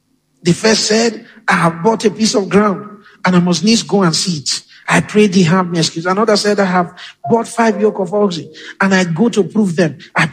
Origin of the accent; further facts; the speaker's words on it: Igarra, Edo, Nigeria; I grew up in Igara. Some of you don't even know where Igara is.